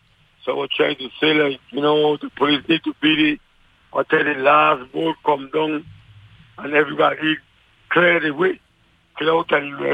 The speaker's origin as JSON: {"language": "English", "country": "U.S. Virgin Islands", "also_born_or_lived": "St. Croix", "said": "I'm from Saint John."}